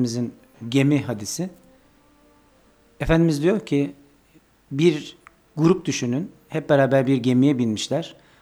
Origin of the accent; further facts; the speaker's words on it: Kırşehir, Turkey; now in Yozgat, Turkey; Yozgat'tan geliyoruz ama Yozgatlı değilim, Kırşehirliyim ben de. Orada evet. Büyüdük, orada okuduk.